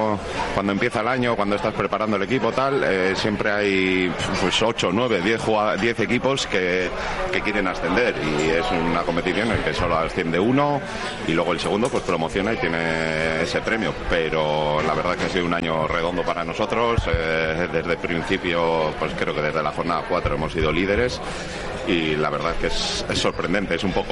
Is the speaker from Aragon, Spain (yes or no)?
no; Amorebieta-Etxano, Basque Country, Spain; En el Amorebieta juvenil, sí, somos los dos de Amorebieta.